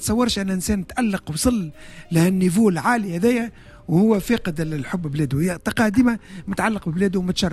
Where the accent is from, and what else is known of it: Tunisia